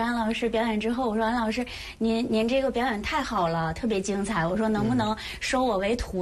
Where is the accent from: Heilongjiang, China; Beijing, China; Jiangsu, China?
Heilongjiang, China; Qiqihar; also born or lived in Shenzhen; 我是齐齐哈尔人，然后那时候毕业就上深圳工作了。